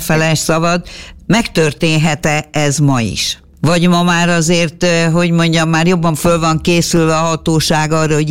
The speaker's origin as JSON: {"language": "Hungarian", "region": "Budapest", "country": "Hungary", "said": "de én pehjemre budapesti vagyok"}